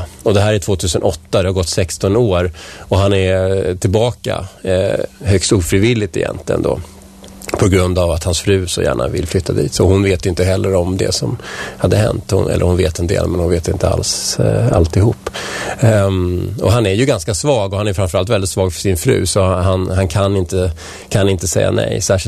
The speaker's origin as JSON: {"language": "Swedish", "town": "Vällingby", "region": "Stockholm County", "country": "Sweden", "also_born_or_lived": "Strängnäs", "lives_now": "Nacka, Sweden"}